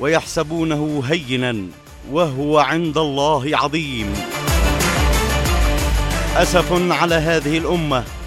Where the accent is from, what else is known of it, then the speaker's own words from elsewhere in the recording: Yemen; يدعيها على بلادنا اليمن ظلما وزورا